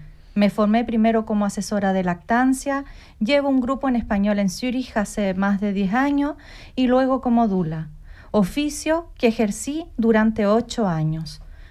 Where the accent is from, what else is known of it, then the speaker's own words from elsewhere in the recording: Chile; moved away as an adult; now in Switzerland; chilena, viviendo en Suiza desde hace 15 años.